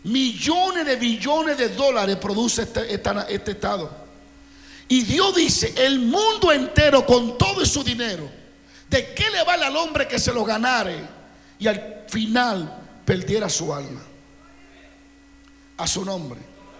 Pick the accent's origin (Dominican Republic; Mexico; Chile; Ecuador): Dominican Republic; now in Kansas City, United States